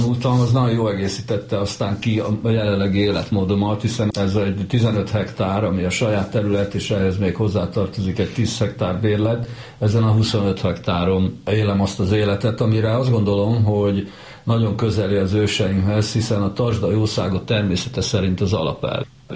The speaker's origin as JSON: {"language": "Hungarian", "country": "Hungary", "tie": "born there", "said": "valahogy az én egész életemnek az a szerencséje, hogy ezzel a lelki beállítottsággal én ide születtem Magyarországra"}